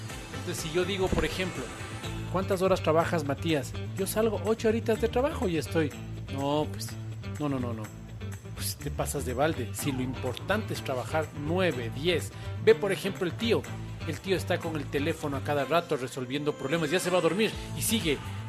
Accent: Quito, Pichincha, Ecuador; Así es como somos los quiteños, sí, señor.

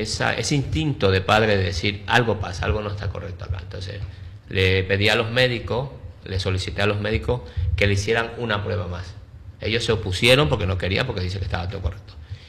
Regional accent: Ecuador; now in Mallorca, Spain; yo soy adoptado, ya, adoptado en ya. España, porque mi tierra es Ecuador.

